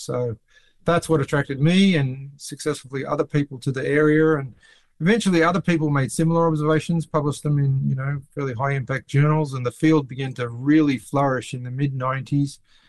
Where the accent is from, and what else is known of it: Australia; born or raised there